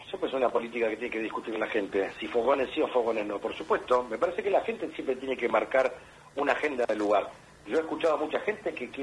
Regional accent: Argentina

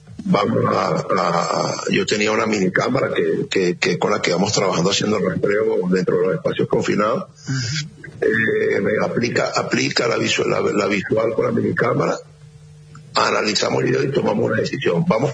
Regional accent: El Salvador; Yo vengo de El Salvador, pero como que vinieron fue a curiosear.

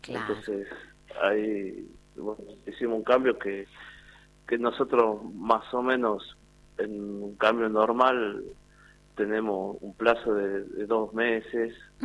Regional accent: San Fernando del Valle de Catamarca, Catamarca, Argentina; yo soy nacido y criado en Capital.

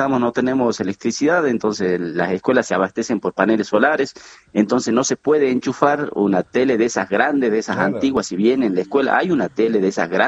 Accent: San Marcos de Nazareno, Salta, Argentina; Ahora estoy acá en mi pueblito. Yo soy de San Marcos de Nazareno, que está pegadito a Nazareno.

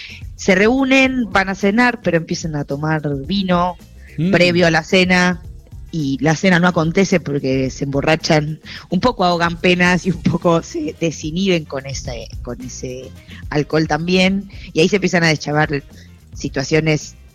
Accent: Cipolletti, Río Negro, Argentina; now in Buenos Aires, Argentina; yo soy de Río Negro, de Chipoleti.

